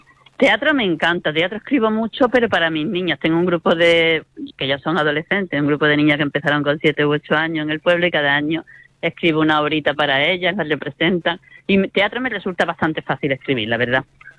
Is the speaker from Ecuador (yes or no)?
no; Niebla, Andalusia, Spain; moved away; Mi pueblo, por ejemplo, en Niebla, que es donde yo me crié